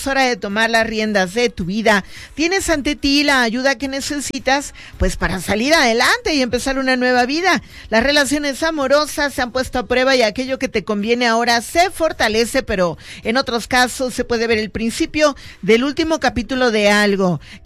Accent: Mexico; somos mexicanos

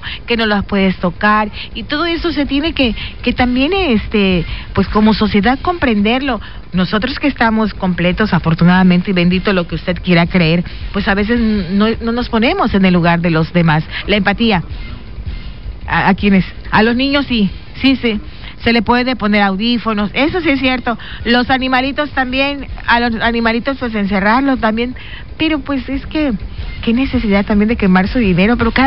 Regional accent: Mexico; así somos los mexicanos

